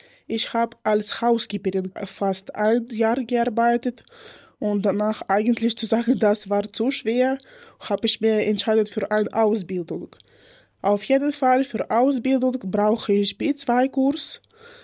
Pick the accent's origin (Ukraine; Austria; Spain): Ukraine; German is a second language; moved away as an adult; also born or lived in Poland; now in Germany; Ich komme aus der Ukraine und werde gleich 26 sein. Ich bin in Deutschland fast 4 Jahre